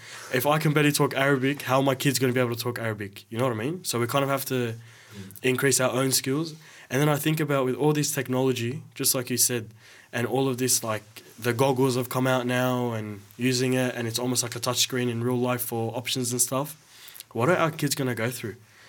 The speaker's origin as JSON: {"language": "English", "country": "Australia", "said": "when we're in Australia, we say we're Lebanese. And then when we go to Lebanon, we say we're Australian."}